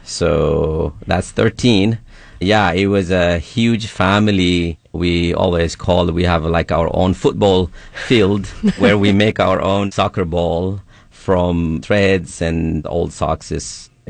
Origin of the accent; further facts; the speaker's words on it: Sidama, Ethiopia; first language Sidamo; English is a second language; moved away; in Sidaminya, which is my mother tongue language